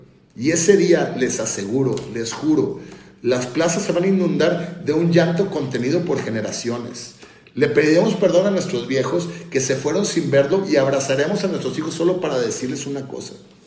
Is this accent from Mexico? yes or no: yes; Mexico; A nosotros nos rompió el corazón como mexicanos muchas veces, ¿eh?